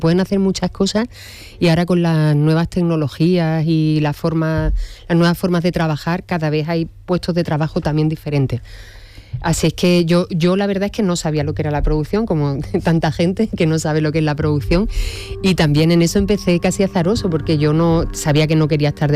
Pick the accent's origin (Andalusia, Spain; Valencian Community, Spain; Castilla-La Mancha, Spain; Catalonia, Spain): Andalusia, Spain; Huelva; Y yo soy onubense también, así es que era cerrar un círculo interesante, sí.